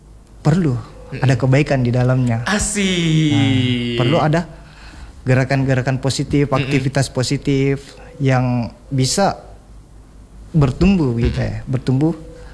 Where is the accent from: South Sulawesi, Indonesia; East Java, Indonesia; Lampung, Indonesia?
South Sulawesi, Indonesia; Masamba; now in Makassar, Indonesia; Nah, kebetulan saya sebenarnya orang Masamba.